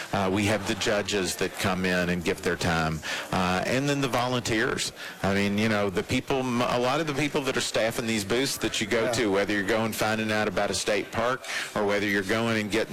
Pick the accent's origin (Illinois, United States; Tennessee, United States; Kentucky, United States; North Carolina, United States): Kentucky, United States; I'm a native Kentuckian